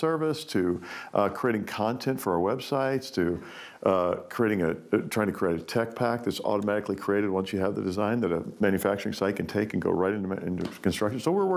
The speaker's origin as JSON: {"language": "English", "region": "Kentucky", "country": "United States", "said": "even though I'm from Kentucky"}